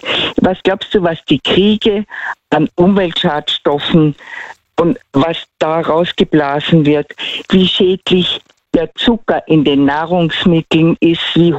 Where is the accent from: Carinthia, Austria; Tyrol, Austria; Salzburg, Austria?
Tyrol, Austria; accent: Tyrolean